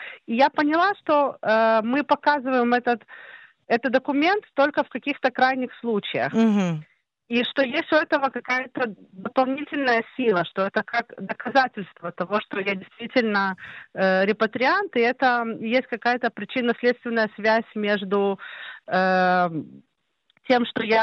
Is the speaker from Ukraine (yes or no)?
yes; Ukraine; now in Israel; Я сама репатрировалась с Украины